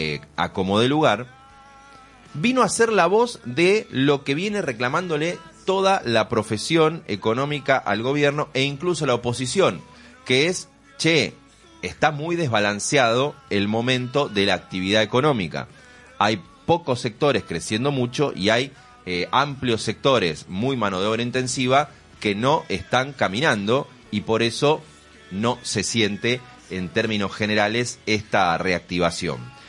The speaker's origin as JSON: {"language": "Spanish", "country": "Argentina"}